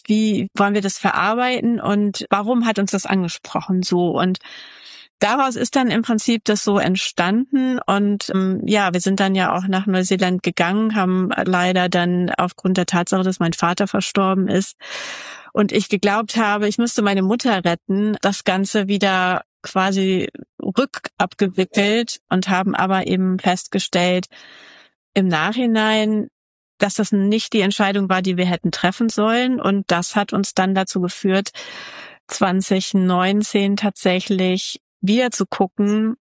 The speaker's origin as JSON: {"language": "German", "town": "Mönchengladbach", "region": "North Rhine-Westphalia", "country": "Germany", "also_born_or_lived": "Göttingen / Einbeck", "moved": "as an adult", "lives_now": "Halifax, Canada", "said": "Also ich komme ganz ursprünglich aus Mönchengladbach, es am linken Niederrhein liegt. Ich habe meinen Mann getroffen dann, der aus Celle kommt, und wir beide sind dann gemeinsam nach Einbeck gezogen. Zuerst nach Göttingen und dann später nach Einbeck."}